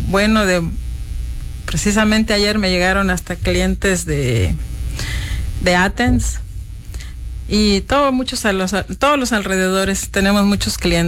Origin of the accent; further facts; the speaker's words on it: Tamasopo, San Luis Potosí, Mexico; moved away; Muy bonita mi tierra, muy bonita. Nada más que pues uno tiene que emigrar, ¿verdad?